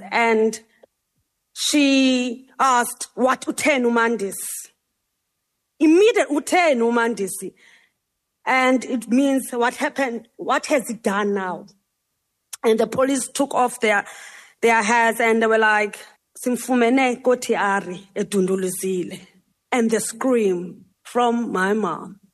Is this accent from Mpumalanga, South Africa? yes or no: no; Khayelitsha, Western Cape, South Africa; I grew up in Khayelitsha, raised by a single parent, seven of us at home